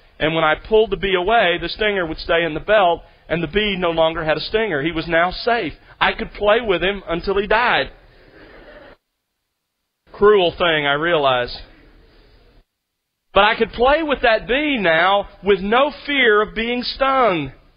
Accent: Alabama, United States; But often, as a boy growing up in South Alabama, I remember searching through the clover.

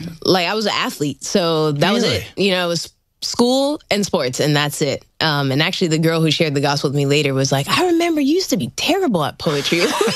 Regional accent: Manila, Metro Manila, Philippines; born there

